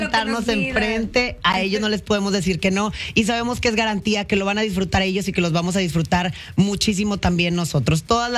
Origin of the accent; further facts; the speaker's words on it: Monterrey, Nuevo León, Mexico; Cuando viene alguien de Monterrey, yo para empezar siento que ya hablo mi lenguaje